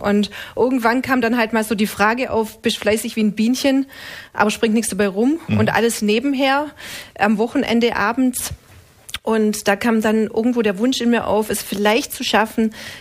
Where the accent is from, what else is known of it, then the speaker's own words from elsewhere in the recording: Balingen, Baden-Württemberg, Germany; moved away as an adult; also born or lived in Düsseldorf; Also ich habe 5 Jahre lang in Düsseldorf gelebt, bin ursprünglich aus Balingen, aus dem schönen Zollern Albkreis.